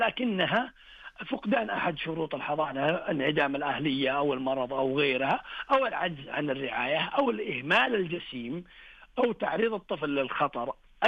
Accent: Saudi Arabia; وعندنا في المملكة العربية السعودية

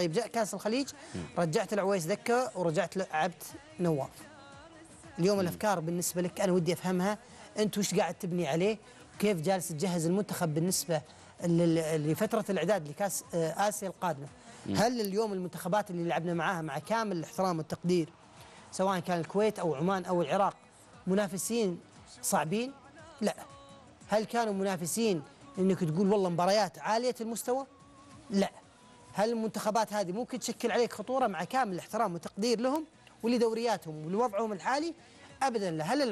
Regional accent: Saudi Arabia; هنا عندنا في المملكة العربية السعودية

